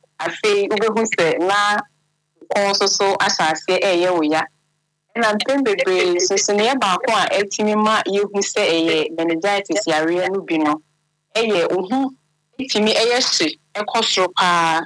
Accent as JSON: {"language": "English", "region": "Upper West", "country": "Ghana", "said": "I'm from Upper West."}